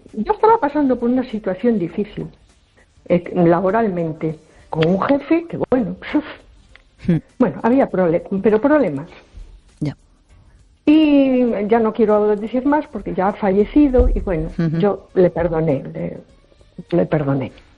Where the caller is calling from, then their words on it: A Coruña, Galicia, Spain; de Coruña.